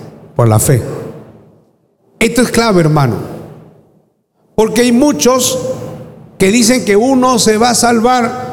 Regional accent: Peru; Si nosotros estuviéramos viviendo en ese tiempo, nosotros como peruanos, los judíos nos dirían: estos son unos incircuncisos, paganos, gentiles.

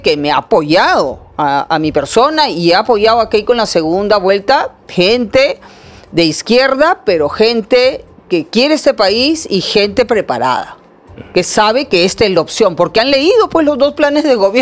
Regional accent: Peru; Somos un país pluricultural, por favor, ¿qué nos pasa? Todos somos peruanos

